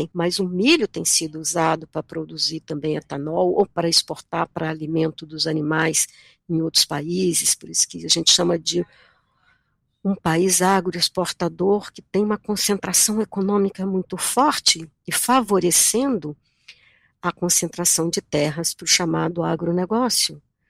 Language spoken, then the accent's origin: Portuguese; Minas Gerais, Brazil; Conversando com vocês aqui agora, que estão em Minas, de onde sou, eu também sou mineira